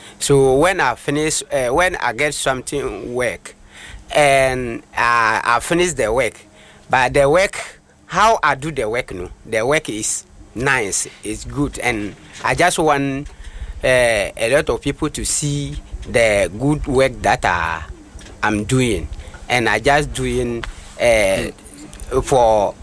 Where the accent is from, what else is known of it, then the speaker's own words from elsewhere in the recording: Tatale, Northern Region, Ghana; English is a second language; I came from Tatali North.